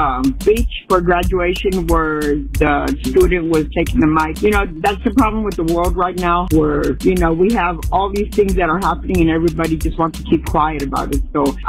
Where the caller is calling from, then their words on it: Downey, California, United States; I'm calling from Downey.